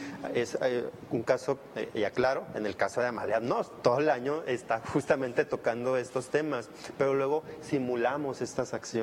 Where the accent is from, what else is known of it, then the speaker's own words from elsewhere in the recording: Tepic, Nayarit, Mexico; Aquí no es decir, pues es que soy de Nayarit, soy de Tepic.